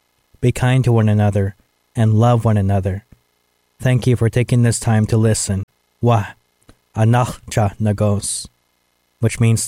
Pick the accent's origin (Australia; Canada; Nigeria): Canada; British Columbia; I am from the Haiza Nation and also from the Kidisu Heihe's Nation.